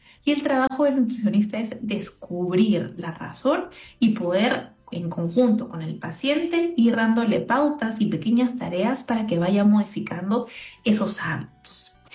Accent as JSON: {"language": "Spanish", "country": "Peru", "said": "sobre todo como peruanos, que tenemos una alimentación tan rica, una gastronomía tan rica, que es parte de nuestras costumbres, ¿no?"}